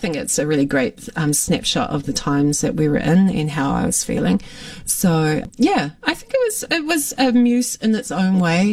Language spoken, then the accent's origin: English; Foxton, Manawatū-Whanganui, New Zealand; moved away as an adult; also born or lived in Kutztown, Pennsylvania; when I was growing up in Foxton.